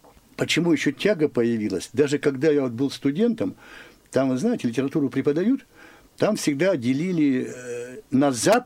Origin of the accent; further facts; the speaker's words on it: Yekaterinburg, Sverdlovsk Oblast, Russia; я считал себя коренным екатеринбуржцем, а оказывается, нет, дед-то мой родился в Ревде.